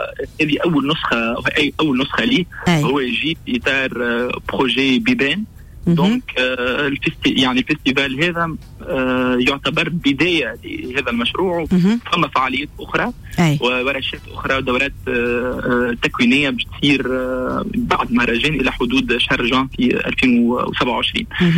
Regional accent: Tunisia

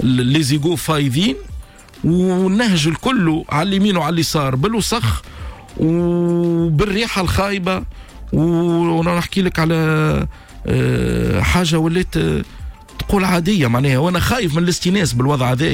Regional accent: Fondouk Jedid, Nabeul Governorate, Tunisia; احنا في فندق جديد

